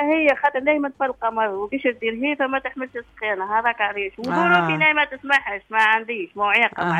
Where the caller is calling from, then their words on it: Kairouan Governorate, Tunisia; من القروين